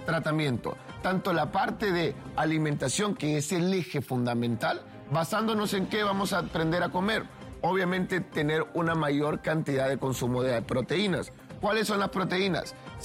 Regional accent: Honduras; nosotros como hondureños

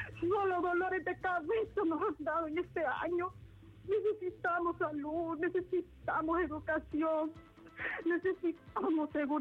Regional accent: Honduras; nuestro patrimonio como hondureños.

